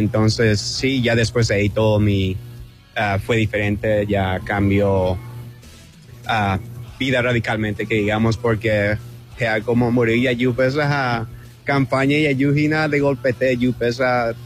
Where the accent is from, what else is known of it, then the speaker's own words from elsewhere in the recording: San José de los Arroyos, Caaguazú, Paraguay; moved away; San José de los Arroyos. Vamos, San José, fuerza.